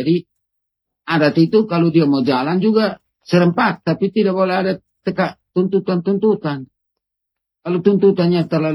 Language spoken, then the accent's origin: Indonesian; Amanuban, East Nusa Tenggara, Indonesia; saya kan orang Amanuban